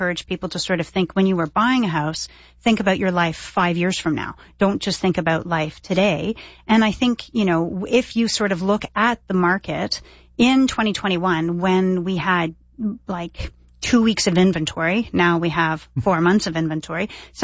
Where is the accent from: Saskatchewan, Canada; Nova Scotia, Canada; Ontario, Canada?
Ontario, Canada; Toronto; now in Stittsville, Canada